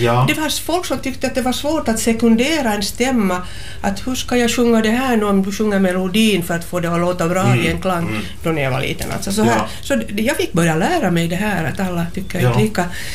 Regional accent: Southern Finland, Finland; Jag är ju från södra Finland

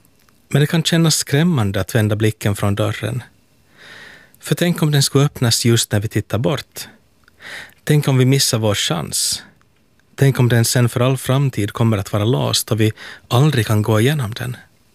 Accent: Helsinki, Uusimaa, Finland; från Helsingfors.

